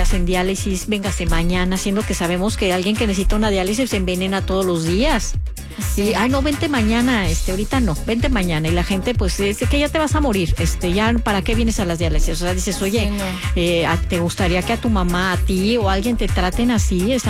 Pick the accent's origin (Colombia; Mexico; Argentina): Mexico